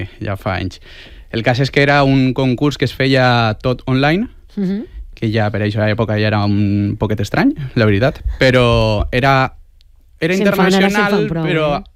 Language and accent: Catalan; Valencian Community, Spain; Tenia jo l'espineta de tocar a falles com a bon valencià.